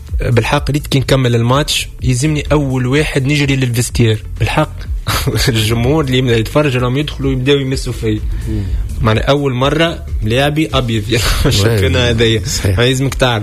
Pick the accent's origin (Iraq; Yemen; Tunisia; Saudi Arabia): Tunisia; moved away as an adult; now in Philippines; كي يسالك يقول لك انت منين تقول له تونسي